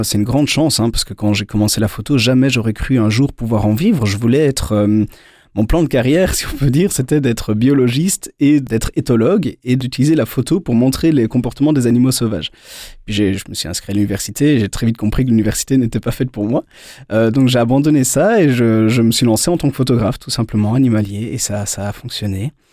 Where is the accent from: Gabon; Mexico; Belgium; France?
Belgium; Je suis beaucoup par chez nous, en Belgique.